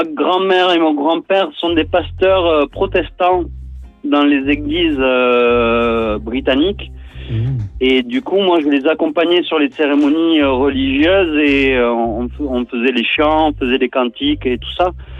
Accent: Toulouse, Occitanie, France; born there; accent: Toulouse; first language English; French is a second language; je suis né à Toulouse, man. Hein. ouais, ça, on peut pas l'enlever. Une fois que t'es né là-bas, l'accent, il s'enlève pas.

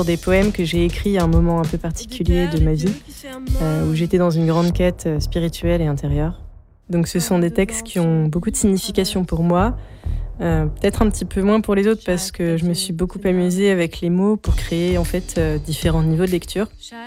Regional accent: Caen, Normandy, France; On s'est formé en 2023, on est originaire de Caen et on vient de sortir notre premier EP.

